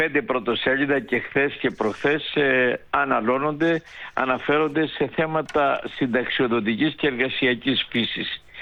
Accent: Western Greece, Greece; Εδώ που είμαι στην Ηλία, στην πατρίδα μου

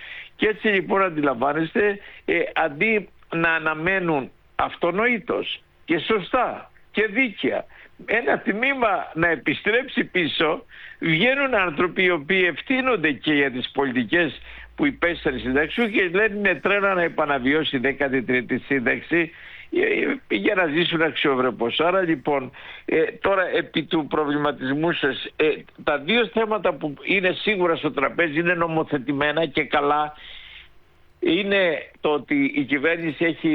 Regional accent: Western Greece, Greece; Εδώ που είμαι στην Ηλία, στην πατρίδα μου

